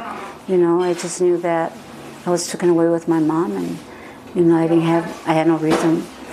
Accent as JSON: {"language": "English", "town": "Cooter", "region": "Missouri", "country": "United States", "tie": "born there", "said": "I was born in Missouri, Cooter, Missouri"}